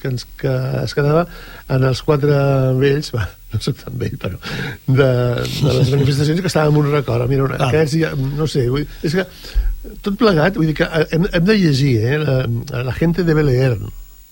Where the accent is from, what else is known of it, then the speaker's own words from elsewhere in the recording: Barcelona, Catalonia, Spain; jo soc de Barcelona i no vaig venir a Sant Boi fa 50 anys